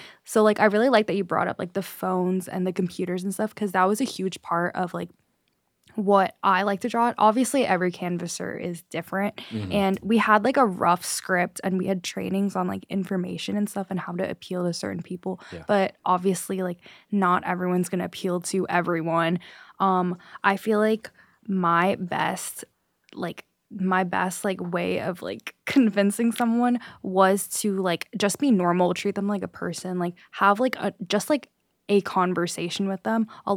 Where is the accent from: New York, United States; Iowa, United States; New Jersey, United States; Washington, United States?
New York, United States; New York City; I'm from Queens.